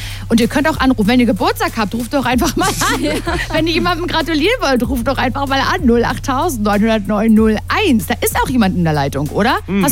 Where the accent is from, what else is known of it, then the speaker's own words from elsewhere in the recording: Stuttgart, Baden-Württemberg, Germany; ich komme auch aus Stuttgart